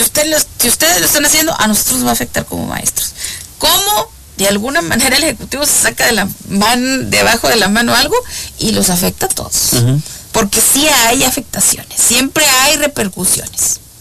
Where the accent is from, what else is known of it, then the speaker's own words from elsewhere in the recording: Mexico; para nosotros como mexicanos